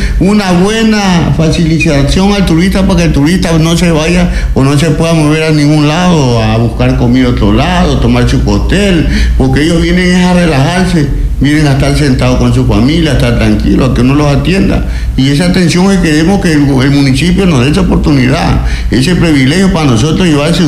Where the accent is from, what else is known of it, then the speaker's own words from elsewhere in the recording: Ecuador; como ecuatorianos que somos